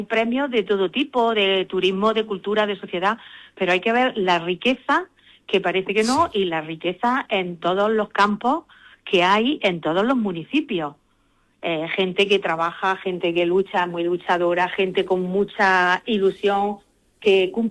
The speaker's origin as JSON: {"language": "Spanish", "town": "Cantoria", "region": "Andalusia", "country": "Spain", "said": "no solo lo disfrutamos los cantorianos y las cantorianas"}